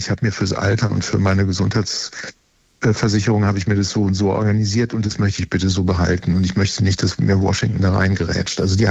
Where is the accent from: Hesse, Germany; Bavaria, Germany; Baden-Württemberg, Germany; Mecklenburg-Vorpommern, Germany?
Hesse, Germany; now in Berlin, Germany; Ja, hallo aus Berlin nach Hessen, in meinem Heimatland.